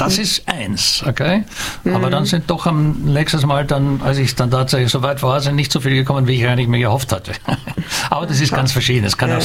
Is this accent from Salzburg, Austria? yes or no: no; Graz, Styria, Austria; ich bin aus Graz ursprünglich